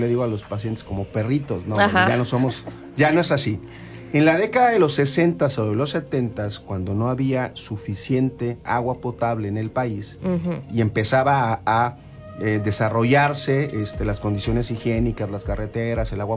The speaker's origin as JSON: {"language": "Spanish", "country": "Mexico", "said": "nosotros como mexicanos en Latinoamérica"}